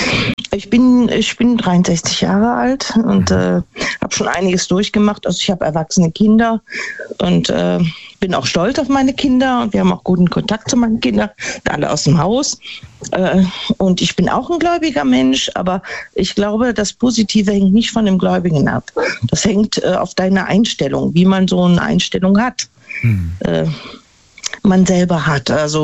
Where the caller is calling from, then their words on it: Neunkirchen-Seelscheid, North Rhine-Westphalia, Germany; Ja, ich bin aus Neunkirchen-Sülscheid